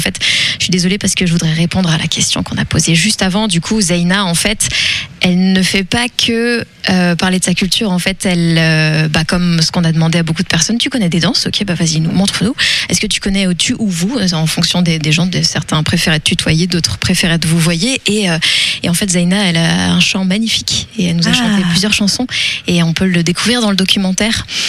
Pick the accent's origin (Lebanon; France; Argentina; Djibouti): France; Brittany; je suis française parce que je suis née ici et que je suis immergée dedans. Mais je suis aussi très fière d'être bretonne